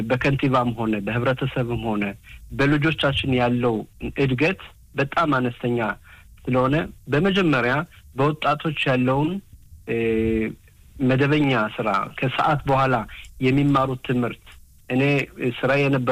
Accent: Gush Katif, Gaza Strip, Palestine; እኔ ያደግኩት ከጉሽ ካቲፍ

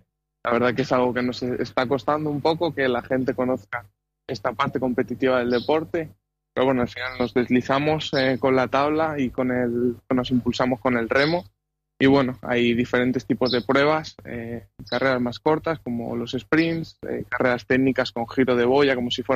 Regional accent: Santa Pola, Valencian Community, Spain; soy un chico de Elche, de Santa Pola

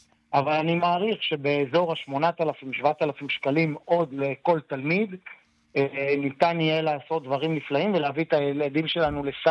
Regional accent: Nesher, Haifa District, Israel; אני יליד נשר, הילדים שלי הם דור חמישי לתושבי נשר.

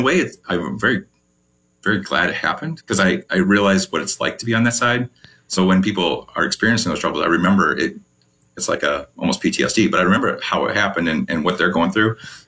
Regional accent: Sandwich, Illinois, United States; So I grew up in Sandwich, Illinois.

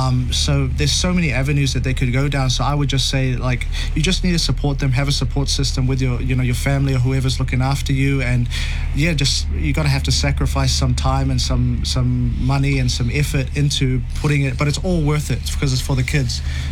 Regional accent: New Zealand; born there; obviously we're born here in New Zealand and we represent New Zealand, we're from New Zealand, but, you know, to also to have her Tongan culture, to have my culture, which is predominantly Fijian.

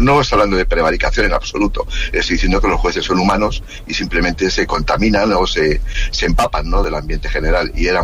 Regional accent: Castile, Spain; Una cosa sobria, como somos los castellanos, un cafelito.

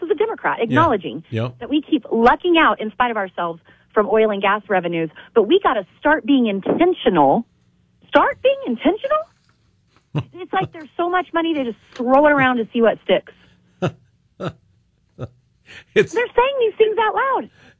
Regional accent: New Mexico, United States; I'm from Sierra County. I represent Socorro, Sierra, and Doñana, very rural part.

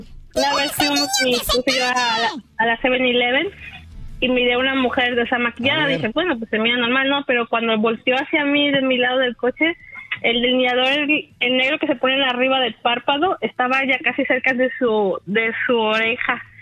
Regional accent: Mexico City, Mexico; born or raised there

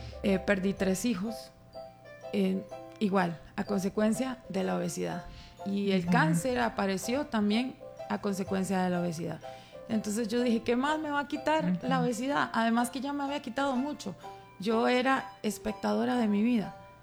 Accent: Alajuela, Costa Rica; soy de Alajuela.

